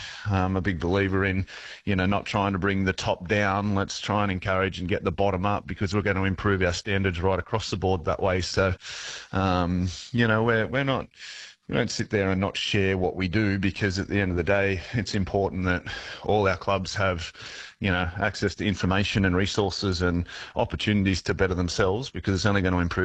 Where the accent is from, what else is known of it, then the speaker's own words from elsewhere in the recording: Australia; And we're always a bit of an underdog fan as an Australian society and culture.